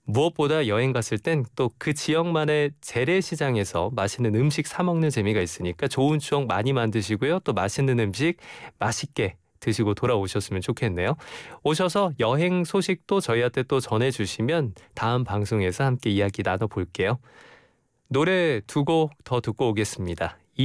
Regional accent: Chungcheong, South Korea; 저는 어렸을 때부터 제가 충청도 사람이라 늘 대천해수욕장 아니면 안면도 이런 서해바다와 함께 자라왔는데

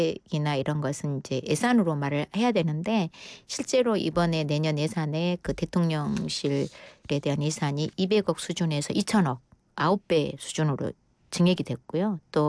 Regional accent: Muan, South Jeolla, South Korea; born there; now in Mokpo, South Korea; 제가 호남의 딸, 무안에서 태어나고 목포에서 현재도 살고 있는 사람이면서

